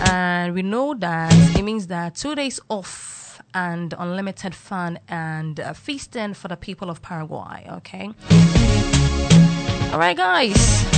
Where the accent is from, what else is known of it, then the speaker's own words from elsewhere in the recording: United Kingdom; today is Children's Day inside my hometown, the UK.